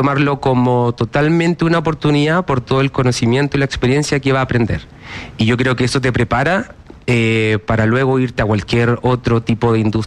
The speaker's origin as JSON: {"language": "Spanish", "town": "Concepción", "region": "Biobío", "country": "Chile", "tie": "born or raised there", "said": "Yo soy de Concepción, de toda la vida."}